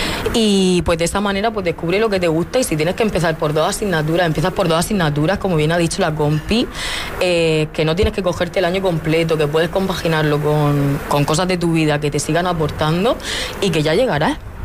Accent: Cartagena, Region of Murcia, Spain; Soy de Cartagena también

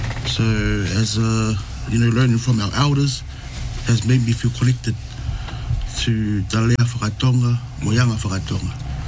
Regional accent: New Zealand; Growing up, as for me, growing up in New Zealand, we are surrounded with so many different cultures and influences, and which is great. But at the same time, as we, as us young Tongans

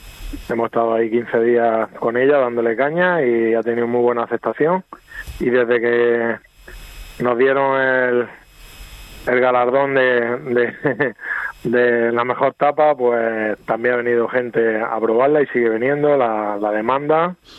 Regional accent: Region of Murcia, Spain; Sí, el limón, como buenos murcianos, ya sabes, el limón es un ingrediente que a casi todo el mundo le gusta y le ponemos limón a todos los platos.

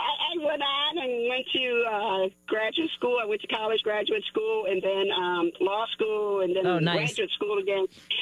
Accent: Chicago, Illinois, United States; I'm a long-time Chicagoan, born and raised, native born here, you know.

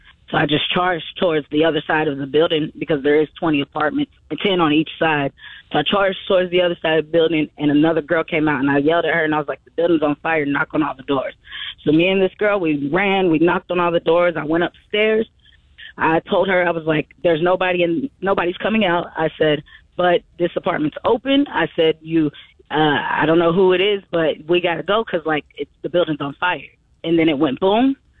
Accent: Johnson City, Tennessee, United States; moved away as an adult; I'm just a young 27-year-old from East Tennessee. I'm from Johnson City, Tennessee. So I came down here on a whim when I was 21

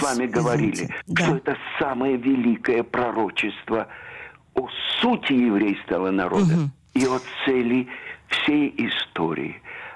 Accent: Odesa, Odesa Oblast, Ukraine; moved away; я жил в коммунальной квартире все детство в Одессе.

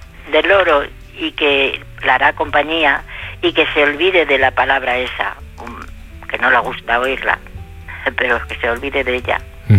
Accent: Valladolid, Castile and León, Spain; Yo soy de Valladolid.

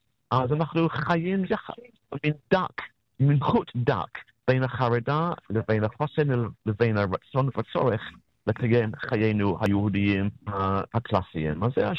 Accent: United Kingdom; אני בריטי, אולי אני צריך לתקן את עצמי ולד המון.

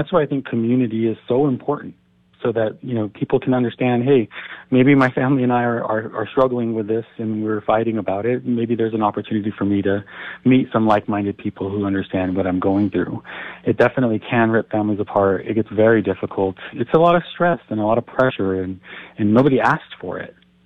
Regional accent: New Mexico, United States; We're from New Mexico. I've lived here my entire life.

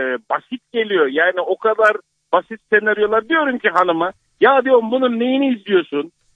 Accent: Adana, Turkey; Ben Adanalıyım. Adana'nın yerlisiyim.

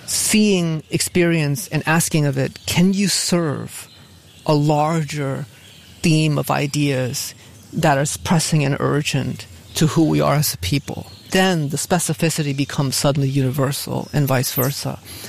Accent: Hartford, Connecticut, United States; You know, when I was a little boy growing up in Hartford, on Sunday we would go to the Baptist church

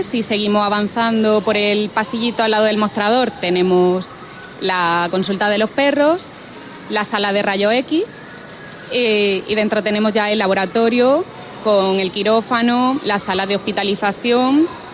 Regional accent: Granada, Andalusia, Spain; born there; Granada, que es mi ciudad natal y le tengo un cariño especial.

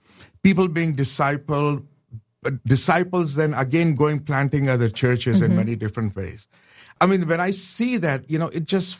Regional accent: Pakistan; I said, I'm a Christian from Pakistan. And I teach at Moody.

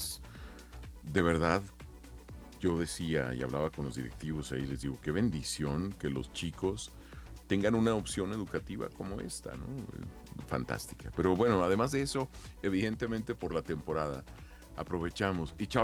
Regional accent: Chihuahua, Mexico; now in Mexico City, Mexico; yo soy de Chihuahua, tengo casi 30 años acá, pero soy de Chihuahua.

